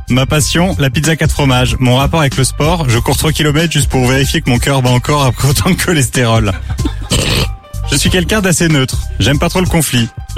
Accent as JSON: {"language": "French", "town": "Charleville-Mézières", "region": "Grand Est", "country": "France", "said": "Je viens des Ardennes, plus précisément de Charleville-Mézières. Alors oui, c'est le pays des tueurs en série"}